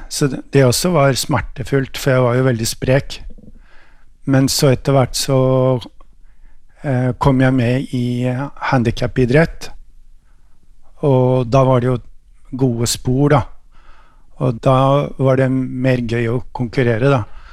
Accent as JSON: {"language": "Norwegian", "town": "Eggedal", "region": "Buskerud", "country": "Norway", "tie": "born or raised there", "said": "Jeg vokste opp i Eggedal i Buskerud, der oppe ved Norefjell. En typisk fjellbygd. Og jeg gikk på skole der."}